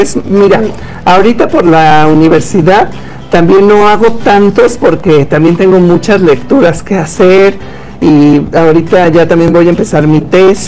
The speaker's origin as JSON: {"language": "Spanish", "country": "Mexico", "said": "para nosotros es muy común la tradición de las Catrinas, de la muerte, para nosotros como mexicanos."}